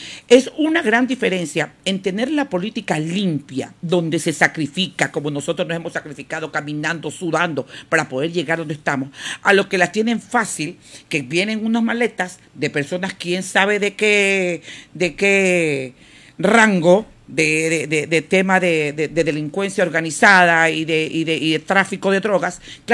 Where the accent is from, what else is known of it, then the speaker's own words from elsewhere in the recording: Ecuador; nosotros como ecuatorianos